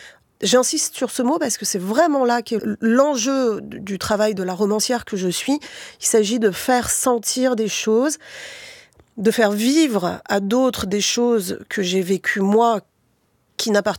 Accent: Paris, Île-de-France, France; tu viens d'où ? Bon, bah, je viens d'un certain quartier de Paris.

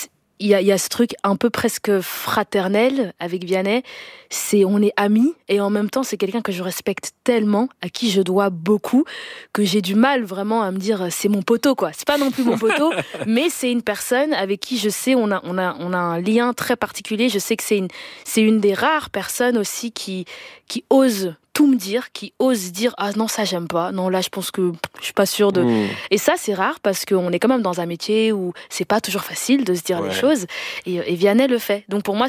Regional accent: Denderleeuw, Flanders, Belgium; born or raised there

